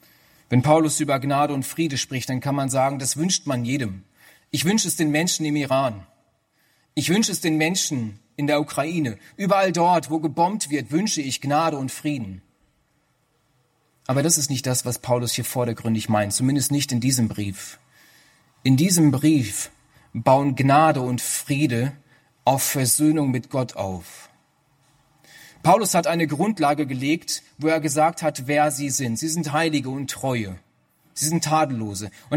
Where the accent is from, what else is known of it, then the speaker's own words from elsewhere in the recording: Germany; Ich bin dankbar, dass ich in Deutschland aufgewachsen bin.